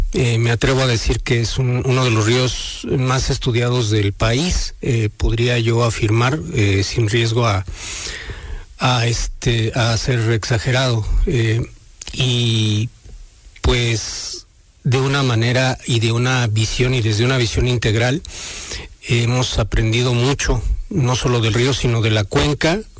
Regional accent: Izúcar de Matamoros, Puebla, Mexico; yo estudié en la UAM Azcapotzalco, en Ciudad de México. Soy originario de Izúcar

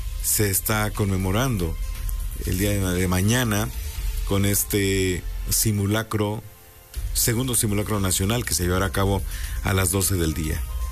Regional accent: Mexico

